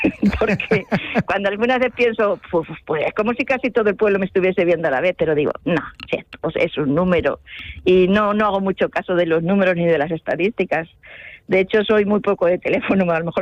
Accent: Manzanares, Spain; ya no estoy en París, soy de España

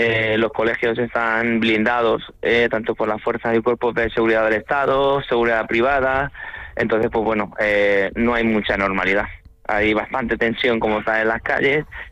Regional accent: Toledo, Castilla-La Mancha, Spain; accent: Castilian-Manchegan, Toledan; moved away as an adult; now in Ceuta, Spain; Soy del polígono de Toledo, exacto. Y aquí estoy en Ceuta trabajando, sí.

